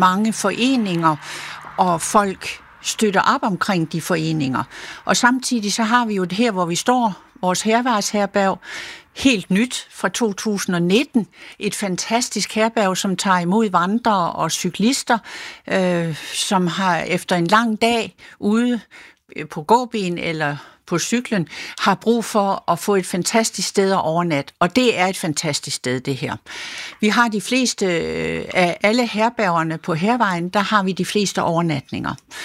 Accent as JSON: {"language": "Danish", "area": "Funen", "region": "Region of Southern Denmark", "country": "Denmark", "moved": "yes", "lives_now": "Tørring, Denmark", "said": "Ja, nu er jeg jo ikke oprindelig jyde. Jeg kommer fra Fyn"}